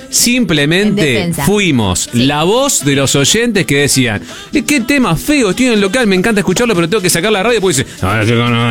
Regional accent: Argentina

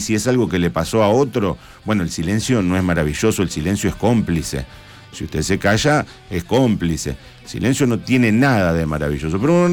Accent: Argentina

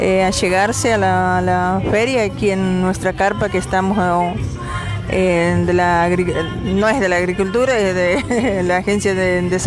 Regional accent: Pozo Hondo, Santiago del Estero, Argentina; vengo de Pozo Hondo, departamento Jiménez.

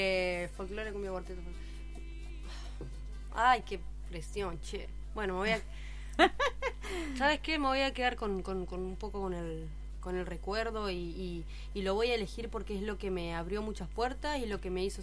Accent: Hernandarias, Entre Ríos, Argentina; Festival del Yeso allá de mi pueblo, del Minero, perdón, de mi pueblo. Bueno, el festival del Yeso de allá de Hernandarias

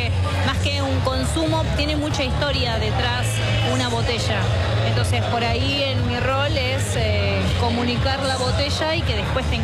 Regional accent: Santiago del Estero, Argentina; yo vengo de Santiago del Estero

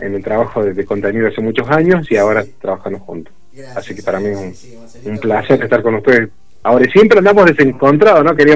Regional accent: Córdoba, Argentina; yo soy de Córdoba capital.

